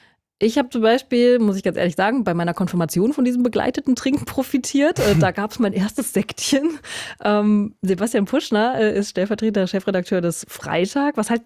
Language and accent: German; Mainz, Rhineland-Palatinate, Germany; ich komme aus einer Weinregion, aus Mainz, Rheinhessen